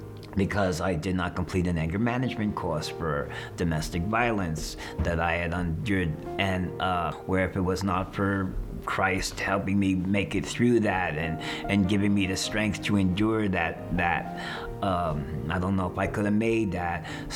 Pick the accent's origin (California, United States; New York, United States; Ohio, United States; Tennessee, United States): New York, United States; Long Island; also born or lived in Mexico City; My adopted parents brought me to New York, where they made their home. I grew up on Long Island, went to Catholic school, Catholic boarding school, was raised Roman Catholic.